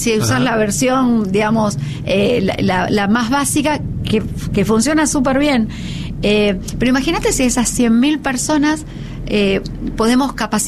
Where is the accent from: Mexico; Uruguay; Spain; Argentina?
Argentina